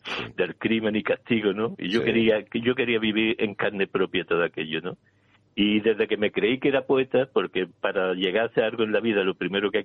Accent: Paradas, Andalusia, Spain; moved away; also born or lived in Seville; sobre Parada, sobre mi pueblo.

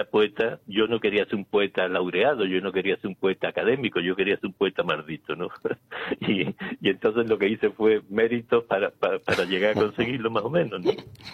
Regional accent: Paradas, Andalusia, Spain; todos los poemas y todos los textos que yo había escrito sobre Paradas, sobre mi pueblo.

